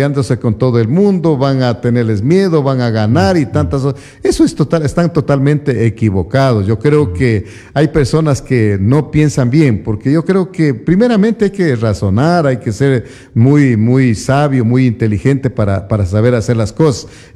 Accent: Loja, Ecuador; nosotros como ecuatorianos, como lojanos

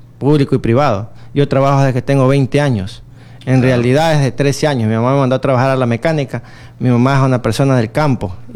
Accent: Machala, El Oro, Ecuador; soy machaleño, tengo 47 años, nací en el centro de Machala

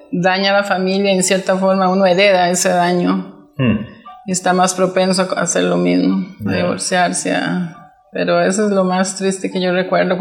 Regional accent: San José, Costa Rica; Bueno, yo nací en San José, Costa Rica. Y somos 7 hermanos. Yo soy la número 3. Y crecí en un ambiente campesino.

